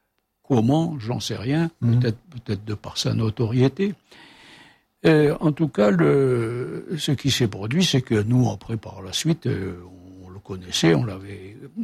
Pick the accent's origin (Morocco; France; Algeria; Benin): Algeria; El Harrach, Algiers Province; Moi, je suis de Maison Carrée.